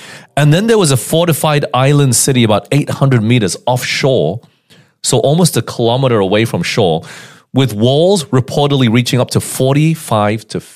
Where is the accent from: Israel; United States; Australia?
Australia; I was gone from Australia, and it came back, and I felt like it wasn't as safe as what it was 20 years ago.